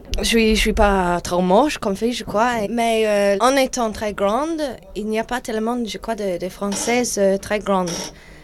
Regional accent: New Zealand; Oui. Je viens de Nouvelle-Zélande. Parce que déjà je suis très grande et j'avais fait la danse classique.

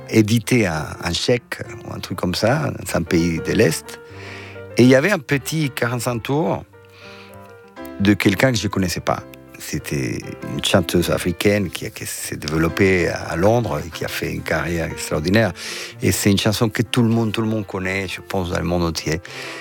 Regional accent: Pinar del Río, Cuba; Je suis de Pinar del Río, de la région ouest de Cuba, des terres de tabac, où il y a les meilleurs tabacs du monde d'ailleurs.

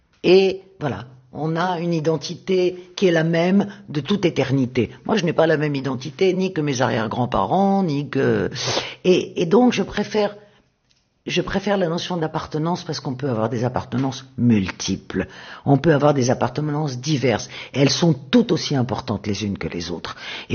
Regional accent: Tunisia; je ne suis pas une juive tunisienne, je suis une tunisienne juive.

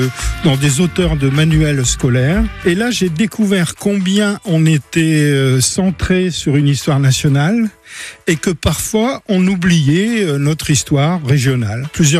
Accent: Morbecque, Hauts-de-France, France; born there; je suis historien. Je suis né à Morbec, un pays original parce qu'il se trouve juste à la lisière entre le rebord du Outland et la plaine de la Lys.

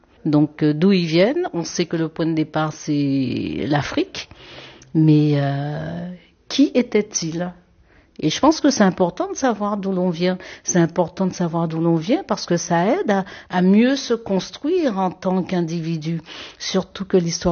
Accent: Guadeloupe; je viens de la Guadeloupe.

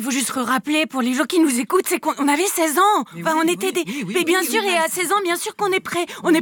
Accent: Siberia, Russia; Comme je vous ai dit, je viens de Sibérie. Alors, pour aller sur le front, il a fallu aller en Ukraine.

